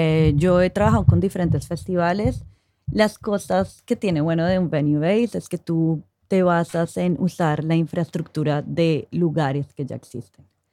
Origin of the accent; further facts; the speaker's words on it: Colombia; yo soy colombiana, entonces uno piensa baile, entonces salsa, reggaetón.